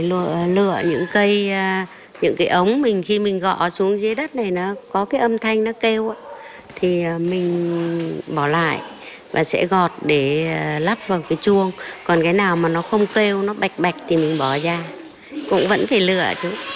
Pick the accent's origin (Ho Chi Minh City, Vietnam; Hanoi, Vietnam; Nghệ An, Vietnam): Hanoi, Vietnam; moved away; Cái nghề này là từ ngày xưa ở quê hương tôi là có cái làng nghề truyền thống gọi là làng nghề Phú Vinh. Thì tôi vào đây năm 94.